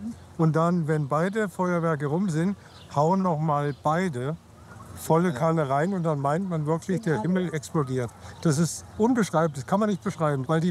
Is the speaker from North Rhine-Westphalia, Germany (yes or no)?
yes; Cologne, North Rhine-Westphalia, Germany; now in Konstanz, Germany; Ja, wir wohnen in Konstanz, wir sind Kölner.